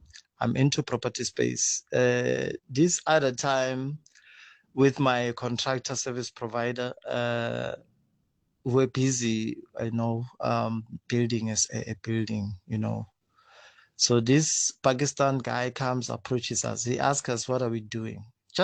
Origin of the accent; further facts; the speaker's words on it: KwaZulu-Natal, South Africa; now in Limpopo, South Africa; I'm in Limpopo province, but originally I'm from KwaZulu-Natal, so I'm a business person.